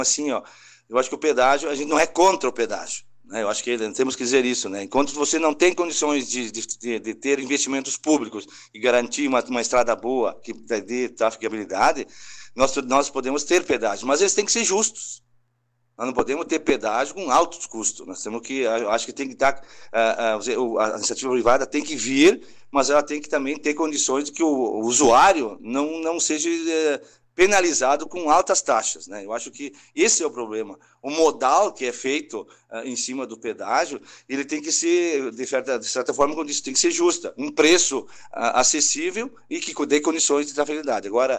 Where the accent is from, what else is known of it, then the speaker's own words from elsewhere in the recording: Ijuí, Rio Grande do Sul, Brazil; nós somos aqui de Juiz